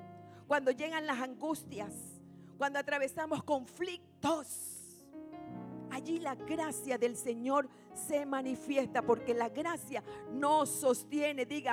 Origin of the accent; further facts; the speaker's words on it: Panama; nosotros nos dolemos que no somos venezolanos, que somos panameños